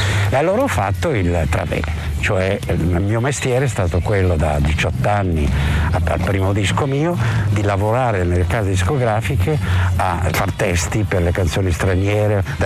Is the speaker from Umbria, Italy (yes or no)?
no; Milan, Lombardy, Italy; Da ragazzino a Milano